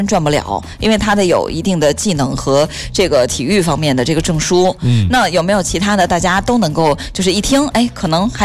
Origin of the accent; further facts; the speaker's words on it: Yingkou, Liaoning, China; moved away; 我老家营口都有营口银行